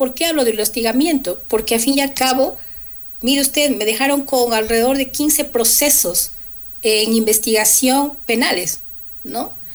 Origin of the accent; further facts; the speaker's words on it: Ecuador; Los ecuatorianos amamos la libertad, nos movemos por el amor hacia nuestra patria